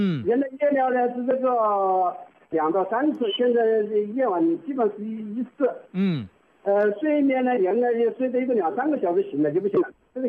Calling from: Kinmen, Fujian, Taiwan; 我在金门的，抱孩子在孙子，

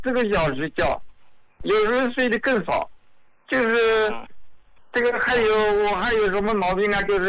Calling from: Nanjing, Jiangsu, China; 你好，胡老，我是南京的胡椒老膏的受用者。

